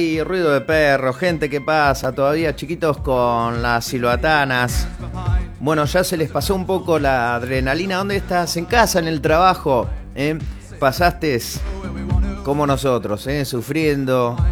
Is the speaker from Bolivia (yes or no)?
no; Argentina; somos argentinos, hablamos así.